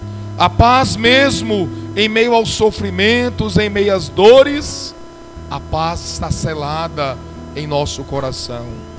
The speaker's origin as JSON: {"language": "Portuguese", "town": "Ibotirama", "region": "Bahia", "country": "Brazil", "tie": "born or raised there", "moved": "yes", "said": "alguns conterrâneos lá de Botirama, da minha terra natal."}